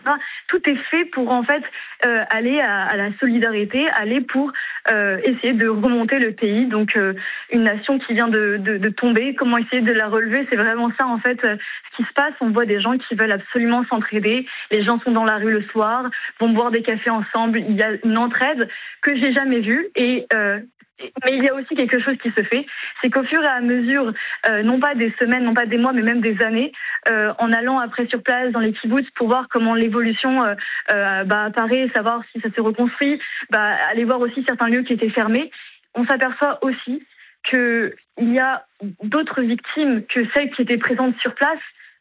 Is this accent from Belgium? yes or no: no; France; je suis française, être juive dans le privé